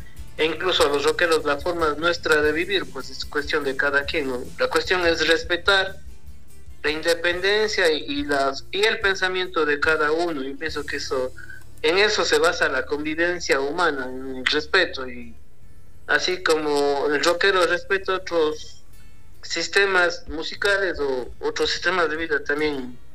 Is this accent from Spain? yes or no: no; Cuenca, Azuay, Ecuador; yo soy cuencano, tengo un poco mi, ¿cómo se dice? Curuchupa.